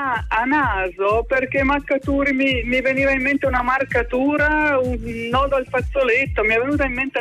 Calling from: Rovereto, Trentino-Alto Adige, Italy; io sono proprio trentina, anzi ho origini austro-ungariche.

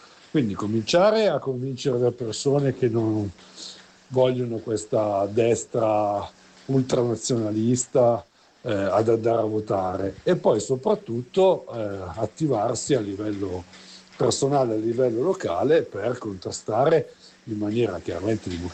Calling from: Acqui Terme, Piedmont, Italy; da Acquiterme.

